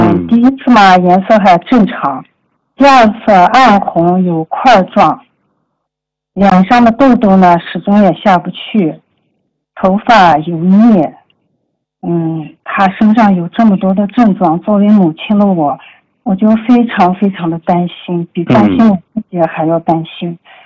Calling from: Ili, Xinjiang, China; 我是来自新疆伊犁的一名老学员。

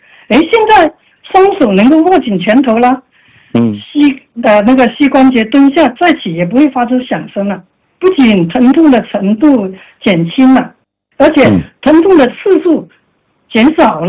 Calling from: Shenzhen, Guangdong, China; 我来自广东深圳

